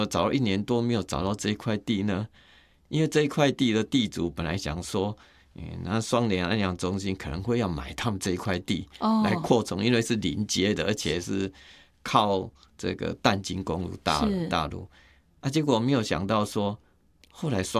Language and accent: Chinese; Puzi, Chiayi County, Taiwan; moved away; 在嘉义县埔子镇